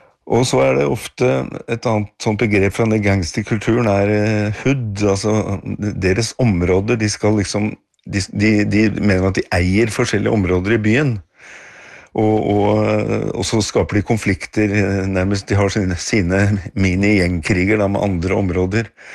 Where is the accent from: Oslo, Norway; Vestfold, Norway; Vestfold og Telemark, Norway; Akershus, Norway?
Oslo, Norway; Det går jo en lang linje her fra da jeg ble født og vokste opp i Groruddalen i nye blokker der.